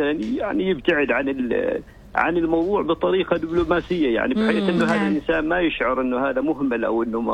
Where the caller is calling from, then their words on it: Muscat, Muscat Governorate, Oman; أكلمكم من مسقط.